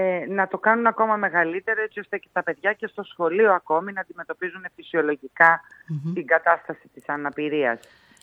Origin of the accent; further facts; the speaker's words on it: Greece; είμαστε Έλληνες όλοι